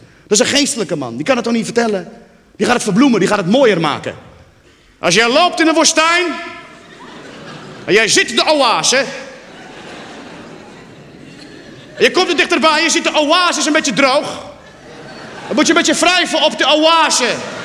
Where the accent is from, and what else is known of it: Morocco